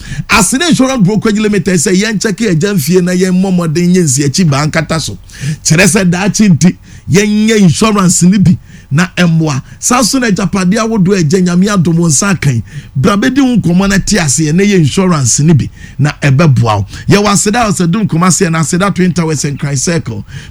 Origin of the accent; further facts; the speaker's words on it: Ghana; We are Ghanaian.